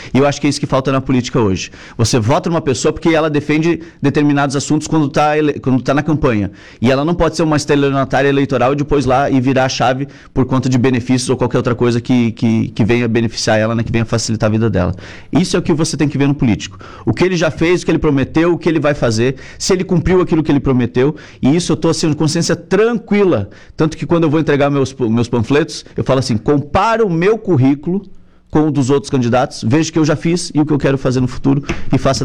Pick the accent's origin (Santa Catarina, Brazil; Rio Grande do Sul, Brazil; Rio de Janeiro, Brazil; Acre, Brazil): Santa Catarina, Brazil; Joinville; Eu sou de Joinville